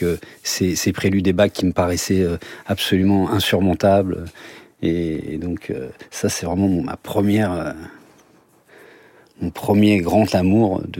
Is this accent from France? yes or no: yes; Paris, Île-de-France, France; mon premier professeur, c'était dans mon immeuble où j'ai grandi à Montparnasse, qui s'appelait Madame Gutière.